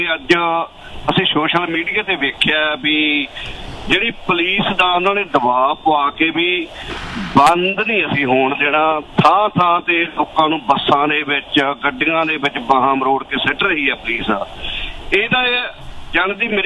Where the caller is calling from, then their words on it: Punjab, India; ਮੈਂ ਮਾਨਸਾ ਦੇ ਨੇੜ ਨੂੰ ਬਿਲੋਂਗ ਕਰਦਾ।